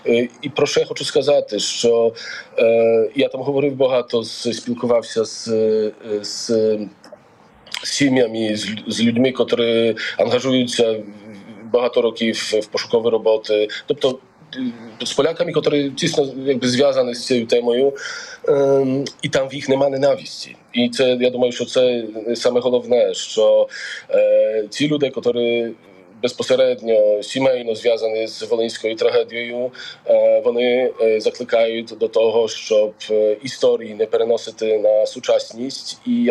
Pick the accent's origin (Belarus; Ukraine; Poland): Poland; Я не зустрівся з поганою, з поганим ставленням до мене, як до поляка